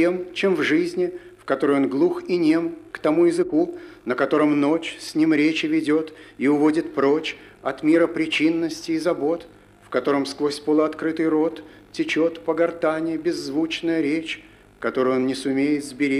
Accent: Saint Petersburg, Russia; moved away as an adult; now in United States; Родился я в Ленинграде. В 1940 году закончил Ленинградский университет, факультет германской филологии.

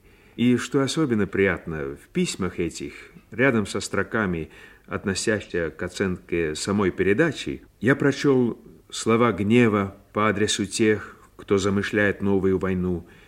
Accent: Leningrad, Saint Petersburg, Russia; born there; Я со спокойной совестью могу назвать себя земляком ленинградцев. Ведь я уроженец Ленинграда. Правда, жил я там недолго. Снова попал я в город, где родился, только в годы войны.

